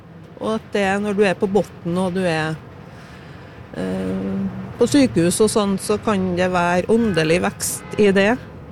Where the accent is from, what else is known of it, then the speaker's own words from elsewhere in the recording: Trøndelag, Norway; Ja, der det 60-70 innbyggere, der jeg kommer fra da, det hjemgården min, så det en trønders gårdsbruk.